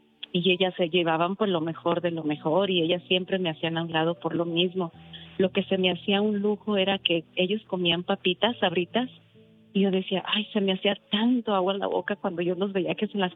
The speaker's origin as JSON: {"language": "Spanish", "region": "Durango", "country": "Mexico", "said": "Sí, Diva, y una vez yo regresé a Durango hace 10 años, fui a Durango, a mi tierra, y los pocos que lograban verme no creían que era yo"}